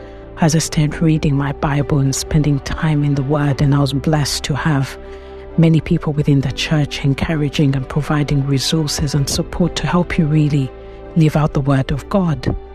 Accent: London, United Kingdom; moved away as an adult; I am from London.

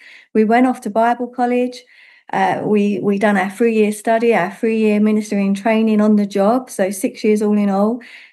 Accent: London, United Kingdom; accent: London; moved away as an adult; now in Oxfordshire, United Kingdom; as someone who used to live in London, as you can probably tell by my accent

